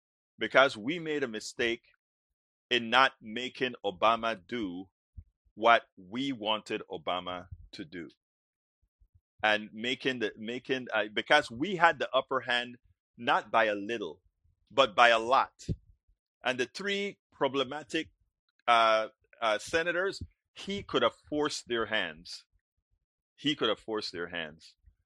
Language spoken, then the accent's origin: English; Panama; now in United States; I came from Panama. I revere what the United States has attained in and above what has happened in this country.